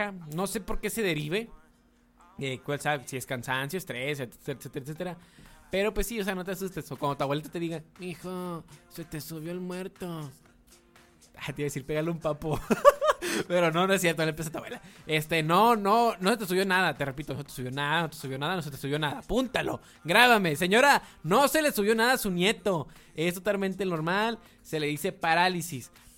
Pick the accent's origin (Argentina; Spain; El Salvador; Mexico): Mexico; todos somos mexicanos, la mayoría de los que estamos aquí.